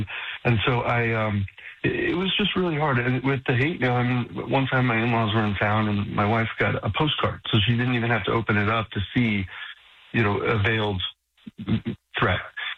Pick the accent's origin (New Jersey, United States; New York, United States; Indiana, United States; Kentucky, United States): New York, United States; Just the people are so inviting. Being a New Yorker coming into Houston, it was just incredible.